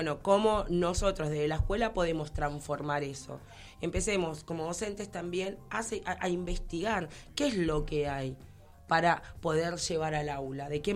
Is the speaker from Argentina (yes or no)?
yes; Argentina; Quizás para nosotros, como país Argentina, sí.